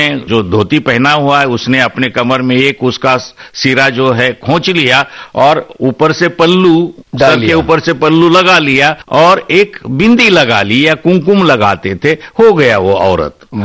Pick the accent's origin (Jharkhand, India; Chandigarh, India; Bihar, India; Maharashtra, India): Maharashtra, India; जो मेरा गांव है दरडवाड़ी